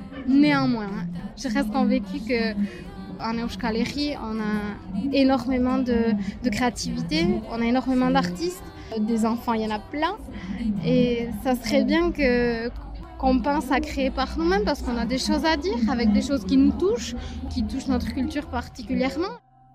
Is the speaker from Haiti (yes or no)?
no; Hendaye, Nouvelle-Aquitaine, France; now in Itxassou, France; je suis euskaldun, en plus d'Andaï